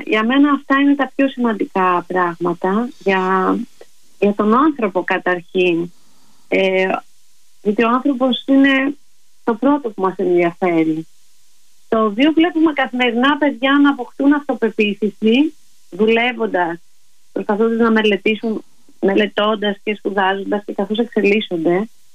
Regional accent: Paros, South Aegean, Greece; moved away as an adult; Λοιπόν, ναι, εγώ μεγάλωσα στην Πάρο. Η μητέρα μου είναι από τη Σαντορίνη, ο μπαμπάς από την Πάρο, οπότε νιώθω πολύ κυκλαδίτησα.

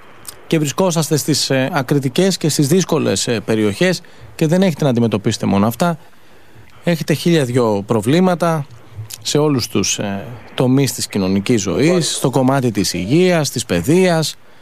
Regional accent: Greece; Όχι μόνο οι ψαράδες, όλοι οι Έλληνες αξίζουν κάτι περισσότερο. Και έχουμε δείξει ως λαός ότι στις δύσκολες στιγμές.

